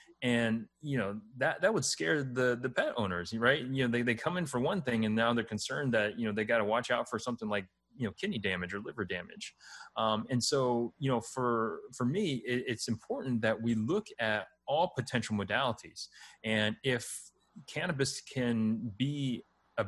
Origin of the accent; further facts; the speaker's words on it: Texas, United States; I was born and raised in Texas.